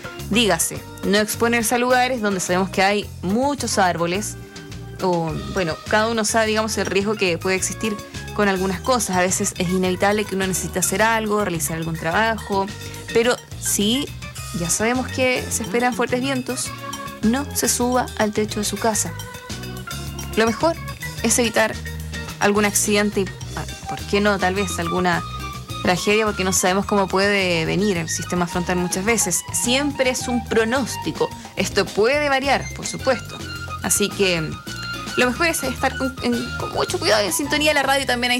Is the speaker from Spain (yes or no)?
no; Chile